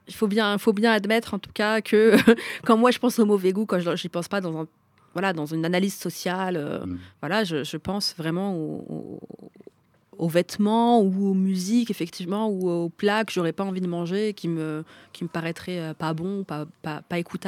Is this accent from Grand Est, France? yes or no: no; Paris, Île-de-France, France; also born or lived in Tunisia; Et je suis de Paris et de Tunisie.